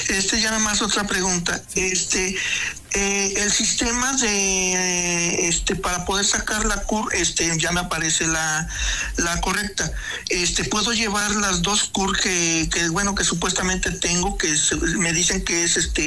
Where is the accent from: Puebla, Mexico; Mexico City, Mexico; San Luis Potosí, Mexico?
Puebla, Mexico; Tijuclán; Entonces no sé qué tan cierto sea para poderme trasladar a la ciudad de Puebla, porque yo soy de Tijuclán.